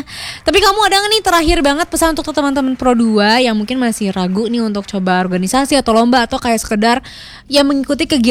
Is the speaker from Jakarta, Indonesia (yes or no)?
no; Purwokerto, Central Java, Indonesia; Iya, Jawa Tengah, aku di Purwokerto.